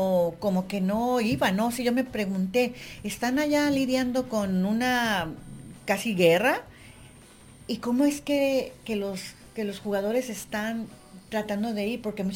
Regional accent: Mexico; Somos mexicanos

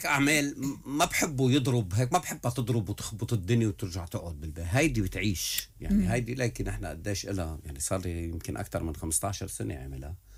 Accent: Lebanon; نحن بلبنان مجتمعات،

